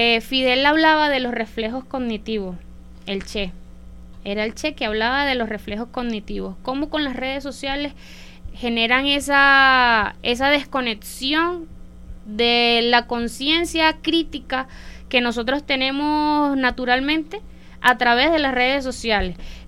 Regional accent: Venezuela; una joven venezolana, bolivariana

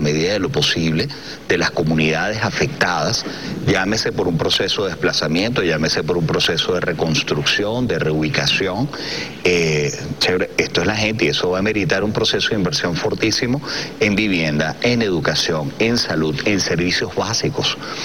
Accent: Venezuela; la gran lección que podemos tener acá como venezolanos

